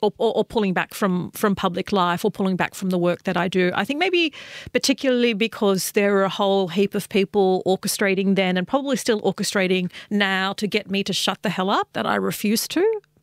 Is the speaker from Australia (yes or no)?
yes; Sydney, New South Wales, Australia; I was raised in Western Sydney at a time of the so-called War on Terror.